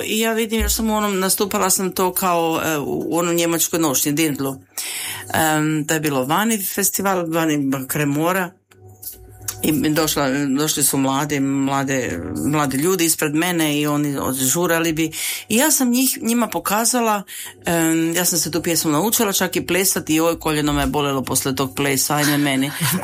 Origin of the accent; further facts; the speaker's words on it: Croatia; moved away as an adult; also born or lived in Germany; now in Slovenia; Hrvatska je naravno domovina, zemlja mog djetinjstva, moj rodni kraj, mog djetinjstva. Slovenija je domovina moje obitelji, evo gdje živi moja obitelj, moji sinovi